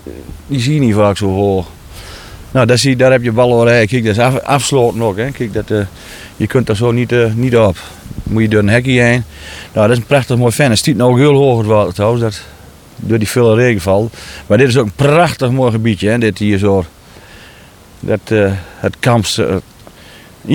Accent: Drenthe, Netherlands; Ik ben ook nooit uit Drenthe weggegaan.

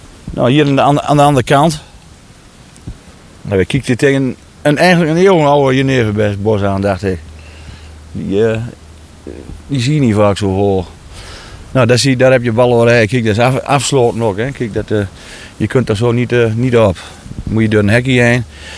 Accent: Drenthe, Netherlands; Maar dit is toch een overeenkomst. Ik ben ook nooit uit Drenthe weggegaan.

